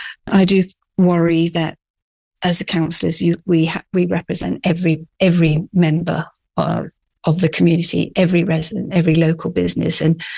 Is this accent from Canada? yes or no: no; Hong Kong; And I grew up in Hong Kong, which was a colony, and I think was probably more British.